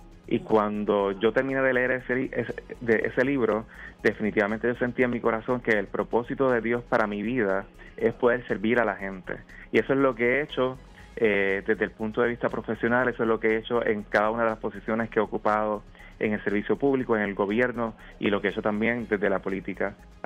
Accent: Luquillo, Puerto Rico; yo puedo servirle a la gente de mi pueblo, el pueblo que me vio crecer, el pueblo que me vio formarme a mí académicamente en las escuelas públicas de aquí del municipio de Luquillo

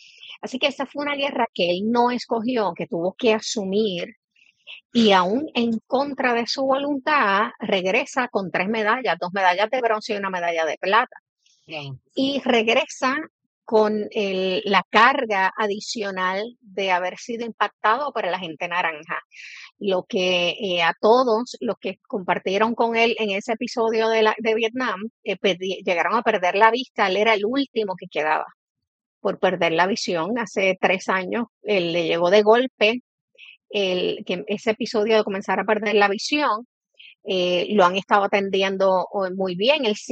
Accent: Mayagüez, Puerto Rico; Y una, por supuesto, en Mayagüez, que es mi pueblo natal

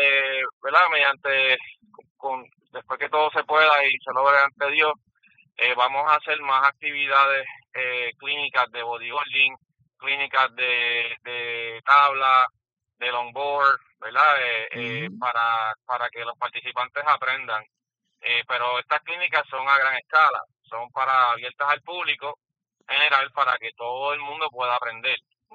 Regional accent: Puerto Rico

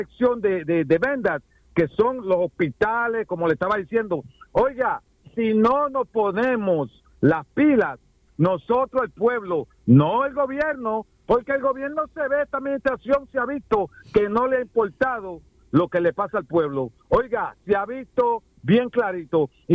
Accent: Puerto Rico; now in U.S. Virgin Islands; yo soy nacido y criado en Puerto Rico.

